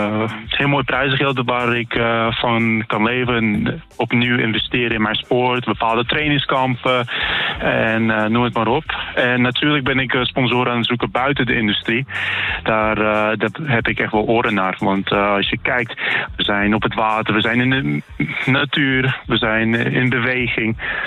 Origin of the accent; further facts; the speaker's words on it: Netherlands; als een Nederlander zijnde het beste mijn land vertegenwoordigen.